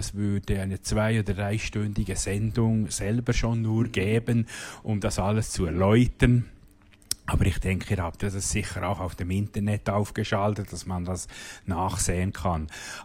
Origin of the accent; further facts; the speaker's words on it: Switzerland; Da müsste ich als Schweizer schon fast den Antrag stellen, bei unserer Gemeinde euch einzubürgern, oder?